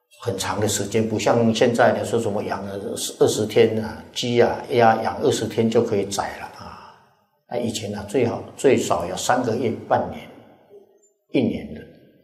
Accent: Taiwan; 我们是台湾来的带些钱在这边蛮好用的

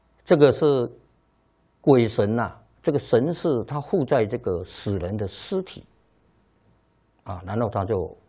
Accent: China; 一般讲啊，农历啊，我们中国人讲农历

